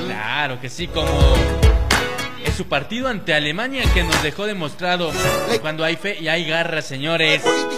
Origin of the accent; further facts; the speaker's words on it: Ecuador; nosotros, sin duda, como buen ecuatoriano, vamos a estar apoyando mañana a la selección ecuatoriana de fútbol desde diferentes puntos de la ciudad.